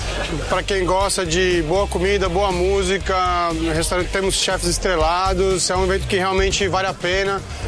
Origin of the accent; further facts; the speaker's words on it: Brazil; now in Lisbon, Portugal; Eu sou brasileiro, moro aqui em Lisboa há quase 2 anos agora.